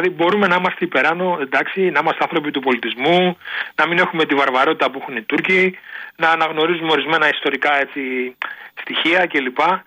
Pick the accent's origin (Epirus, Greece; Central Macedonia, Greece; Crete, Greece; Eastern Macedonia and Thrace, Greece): Epirus, Greece; Ioannina; γιατί έχω και πατρίδα, είμαι η πατρίδα μου από τα Γιάννενα, είμαι από την Αετόπετρα Ιωαννίνων